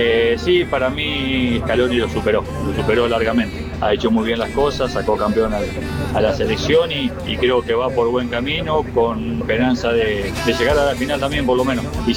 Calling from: Arribeños, Buenos Aires, Argentina; Hola Toti y equipo … de Arribeño. Los estoy escuchando desde el tractor. Estamos en plena siembra de trigo.

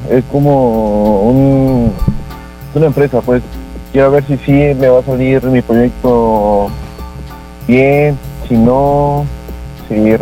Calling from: Coatepec, Veracruz, Mexico; De Coatepec, Veracruz.

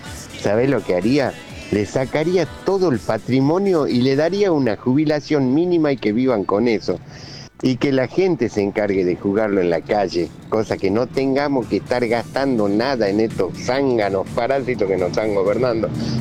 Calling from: Ezeiza, Buenos Aires Province, Argentina; de acá de Ezeiza.

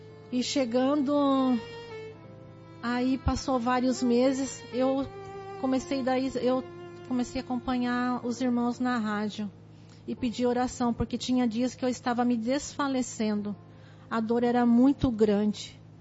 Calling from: Joinville, Santa Catarina, Brazil; eu sou de Joinville, Santa Catarina.

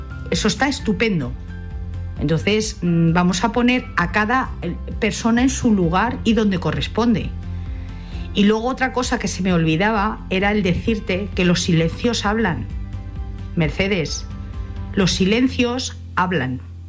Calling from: Madrid, Community of Madrid, Spain; de Madrid.

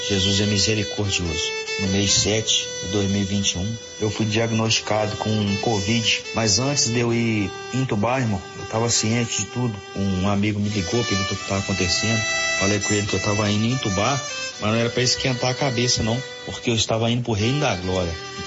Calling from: Muriaé, Minas Gerais, Brazil; sou da cidade de Muriaé, Minas Gerais.

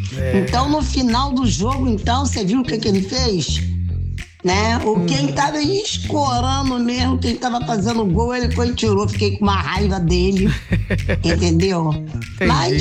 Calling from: Brazil; Sou brasileira, amo o Brasil

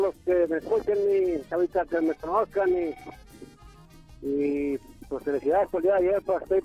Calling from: Zacatecas, Mexico; Aquí, Zacatecas Capital.

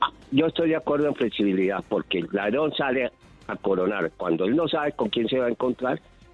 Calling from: Bogotá, Colombia; Yo estoy en Bogotá.

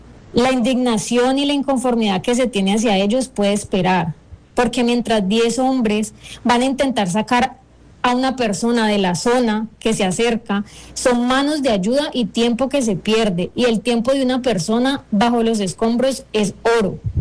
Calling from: Colombia

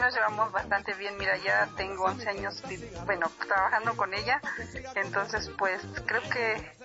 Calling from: Huixquilucan, State of Mexico, Mexico; Estoy aquí en Huixquilucan

